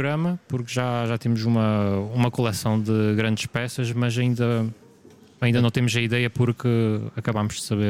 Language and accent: Portuguese; Algarve, Portugal; Somos do Algarve